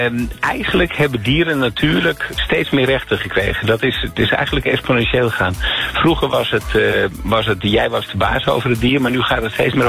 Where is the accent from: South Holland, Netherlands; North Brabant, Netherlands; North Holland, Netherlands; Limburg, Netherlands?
North Holland, Netherlands; Amsterdam; Nou, ik kom wel uit Amsterdam. Ik woon nu in Noord-Holland, maar we hebben een boot en die ligt aan de rand van Amsterdam.